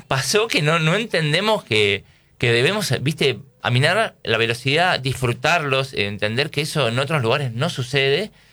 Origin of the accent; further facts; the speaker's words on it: Buenos Aires, Argentina; O bueno, yo me crié en Buenos Aires y el otoño llegaba el 21 de marzo.